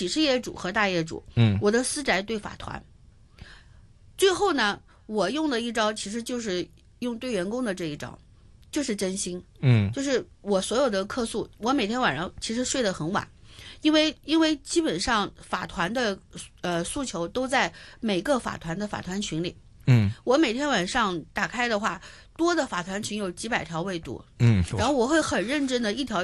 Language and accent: Chinese; China; moved away as an adult; now in Hong Kong; 虽然说我一个内地人来了